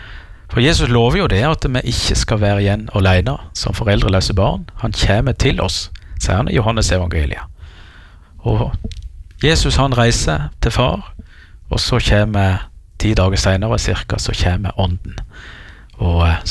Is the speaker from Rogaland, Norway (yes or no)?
yes; Jæren, Rogaland, Norway; now in Giske, Norway; både på Sunnmøre og på Jæren der jeg er ifra.